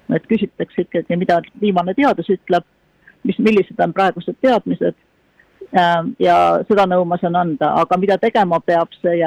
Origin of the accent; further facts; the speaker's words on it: Saare County, Estonia; now in Cambridge, United Kingdom; No Saaremaa on kodusaar. Ma sündisin Saaremaal, kesed Saaremaad